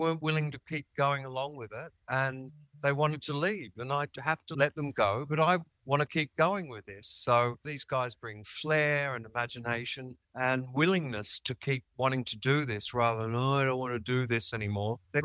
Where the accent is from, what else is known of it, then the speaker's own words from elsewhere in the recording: England, United Kingdom; Because I'm English and I never got naturalized.